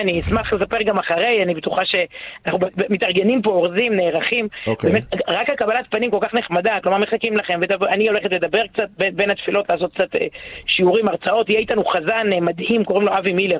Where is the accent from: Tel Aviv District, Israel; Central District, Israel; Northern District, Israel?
Tel Aviv District, Israel; Herzliya; born there; אני נולדתי בהרצליה, נולדתי בנוער מרץ, נוער שלום עכשיו, אשכנזית, חילונית, שמאלנית, הרצליה.